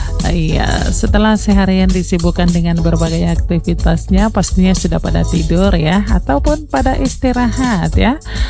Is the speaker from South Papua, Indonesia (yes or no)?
yes; Merauke, South Papua, Indonesia; kita orang Merauke